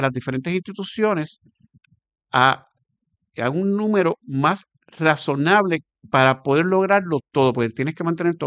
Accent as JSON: {"language": "Spanish", "country": "Puerto Rico"}